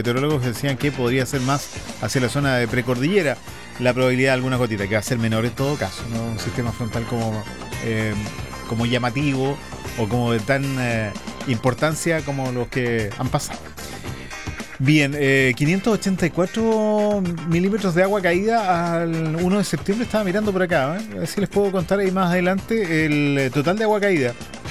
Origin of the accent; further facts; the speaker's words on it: Chile; Nosotros no somos chilenos solamente en septiembre, sino que todo el año